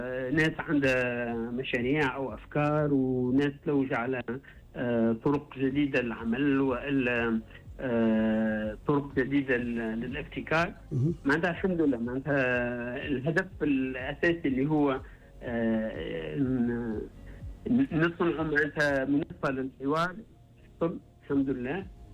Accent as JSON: {"language": "Arabic", "country": "Tunisia", "said": "احنا جمعيه تونسيين خريجين معهد العليا لاتوج"}